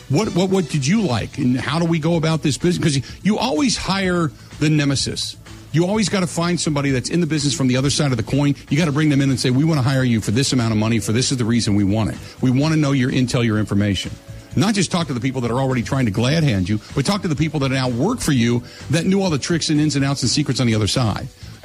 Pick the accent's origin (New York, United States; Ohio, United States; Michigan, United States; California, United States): Ohio, United States; moved away; So when I grew up in Ohio, you're on the back end of Eastern time zone.